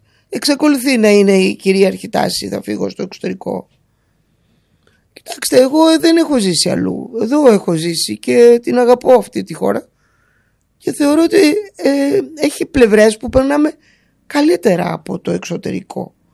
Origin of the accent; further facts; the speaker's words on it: Greece; Το κάνω επειδή είμαι Ελληνίδα